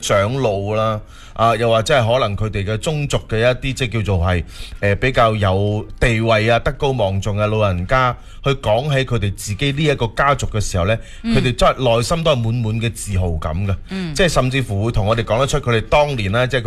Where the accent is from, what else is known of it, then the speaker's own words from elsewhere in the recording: Foshan, Guangdong, China; accent: Chancheng Foshan; also born or lived in Xiqiao, Nanhai; 我喺禅城大咁样可能会带一啲嘅呢个禅城佛山嘅口音。